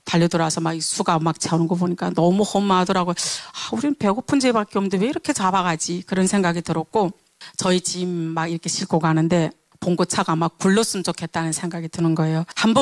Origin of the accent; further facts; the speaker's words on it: North Korea; moved away as an adult; also born or lived in China; now in South Korea; 북한에서는 결혼 안 하고 중국에서 애 아빠를 만나서 살았지만